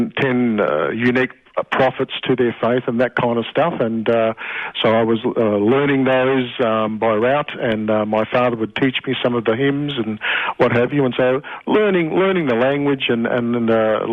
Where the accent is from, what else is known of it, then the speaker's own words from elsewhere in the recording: Queensland, Australia; Well, I was born in Far North Queensland. My parents are of Indian heritage, and they settled in Australia just after the Second World War. So my family and I were all raised in Australia